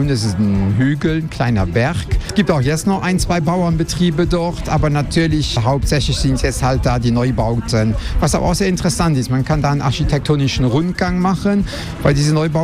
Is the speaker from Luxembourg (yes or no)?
yes; Luxembourg